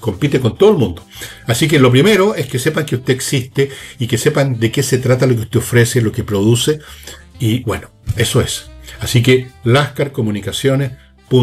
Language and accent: Spanish; Chile